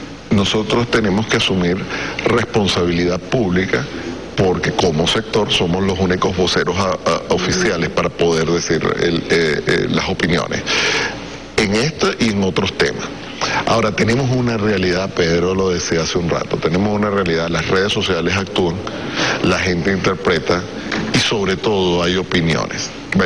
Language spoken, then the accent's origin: Spanish; Venezuela; como venezolanos debemos debemos respaldar.